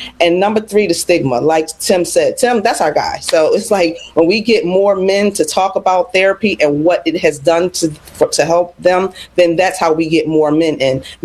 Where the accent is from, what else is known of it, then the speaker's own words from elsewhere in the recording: Philadelphia, Pennsylvania, United States; I mean, I'm from North Philly. That's just my neighborhood. This is my community.